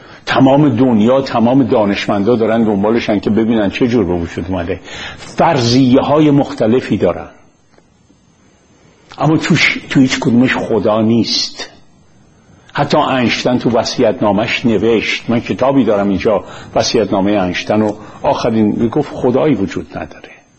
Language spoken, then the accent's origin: Persian; Iran; moved away; من توی مملکتی بزرگ شدم